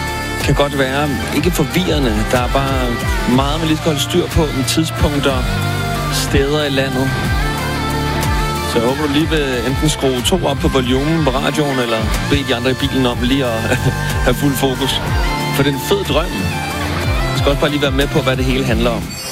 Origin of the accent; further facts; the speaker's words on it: Smørum, Capital Region of Denmark, Denmark; Jeg har selv set nogle lokalkampe i Smørum, hvor jeg er fra.